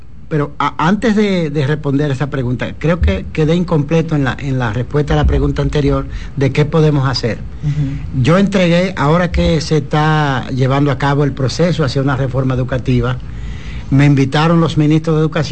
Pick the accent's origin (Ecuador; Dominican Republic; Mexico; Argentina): Dominican Republic; born there; La Rancha, donde yo nací. Mi gran urbe, mi gran ciudad